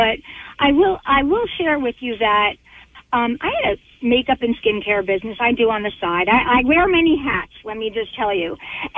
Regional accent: Manalapan, New Jersey, United States; people that I grew up with in Manalapan

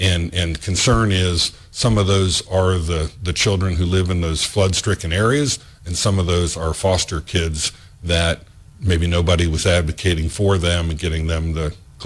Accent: Morgantown, West Virginia, United States; born there; I came from Morgantown High.

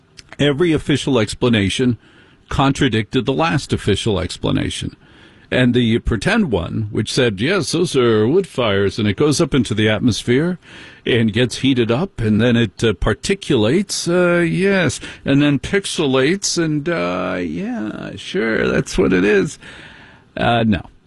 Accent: New Jersey, United States; I'm from Jersey.

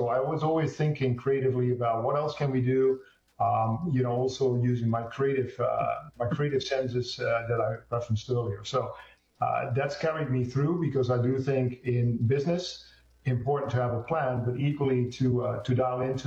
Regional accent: eastern Netherlands, Netherlands; moved away; I hail originally from the Netherlands, the eastern side, close to the German border.

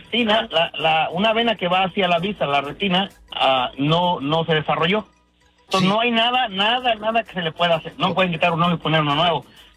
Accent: Chicago, Illinois, United States; Soy de Chicago, entonces a veces el frío y el calor pues te adormece mitad de cara o el ojo

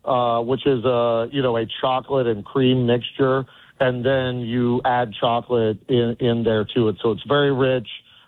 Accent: West Virginia, United States; growing up in West Virginia

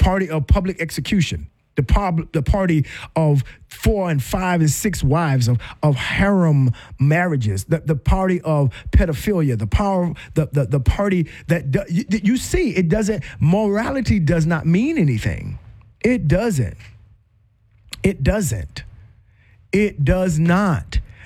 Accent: South Carolina, United States; born there; Bob Jones University in South Carolina, my home state

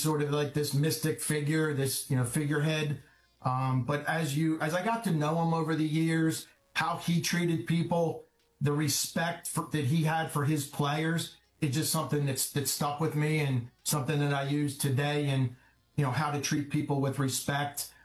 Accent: Pennsylvania, United States; I'm from a small neighborhood just outside of Philadelphia, blue-collar neighborhood. I am the oldest of three.

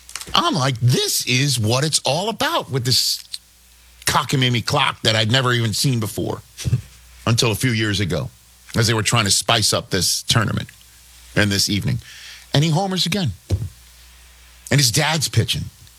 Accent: New York City, New York, United States; I'm from New York City. That's just up, you know, the Acela. That's just up the turnpike.

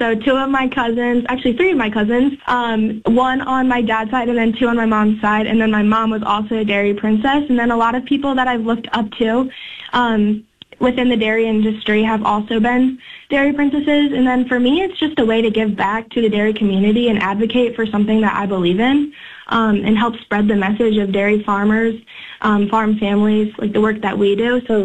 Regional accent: Delaware County, Iowa, United States; I'm from Delaware County, Iowa.

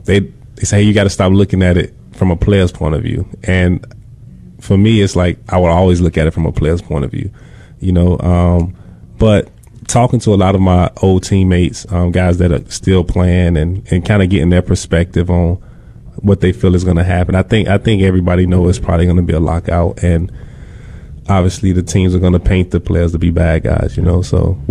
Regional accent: Columbia, Mississippi, United States; I'm really from Columbia.

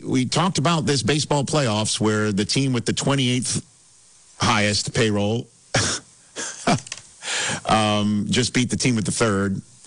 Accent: New York, United States

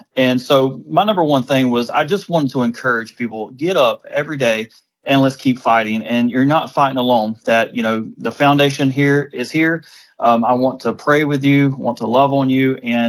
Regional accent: Dothan, Alabama, United States; I was born and raised here in Dothan, and I left for a little while, went to the Marine Corps, and I come back in 2010

